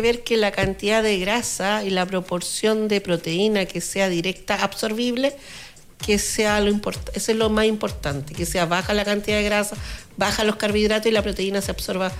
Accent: Chile; Y uno, como buen chileno...

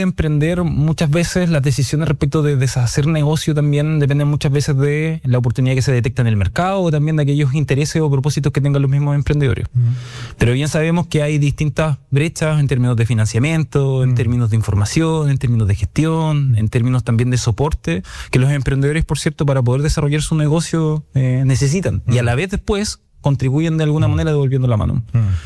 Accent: Ñuble, Chile; now in Concepción, Chile; cuando yo estaba estudiando en Chillán, soy de Ñuble

